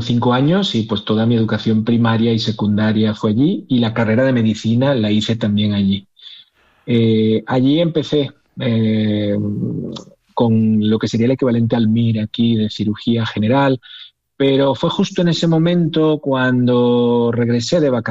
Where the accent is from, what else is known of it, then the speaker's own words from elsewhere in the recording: Alinos, Castile and León, Spain; born there; Realmente yo nací en una mina cerca de Toreno, se llama Alinos.